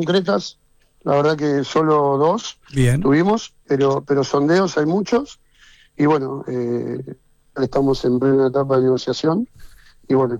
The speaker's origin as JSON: {"language": "Spanish", "region": "Buenos Aires", "country": "Argentina", "said": "Yo soy, escuchame, Gavilán entre Carranza y Las Canas, a la vuelta de la casa del Diego, imagínate."}